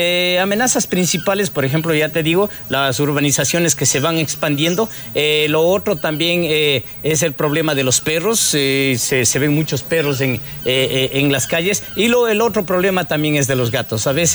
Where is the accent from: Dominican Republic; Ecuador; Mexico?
Ecuador; Mindo, Pichincha; mis padres no son de aquí, mis padres son de la provincia del Cotopaxi, orgulloso de decirlo, pero yo soy ya propiamente de aquí, de Mindo, entonces yo me crié aquí en Mindo